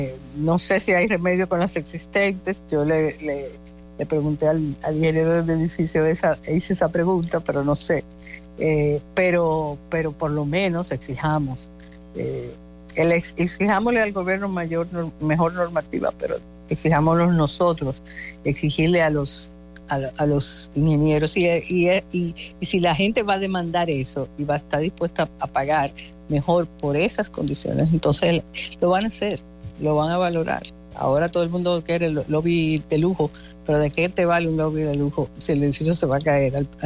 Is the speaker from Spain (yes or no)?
no; Dominican Republic; la gente como dominicano, la verdad que nos quemamos en esa materia.